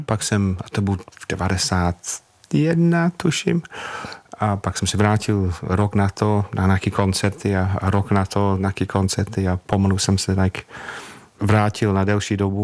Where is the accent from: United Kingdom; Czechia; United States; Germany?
United Kingdom; Manchester, North West England; now in Czech Republic; já jsem byl moc mladý na … a pak jsem byl na … párkrát, ale pak jsem odešel z Manchesteru, tak jsem ten Manchester jsem zažil jenom úplně konce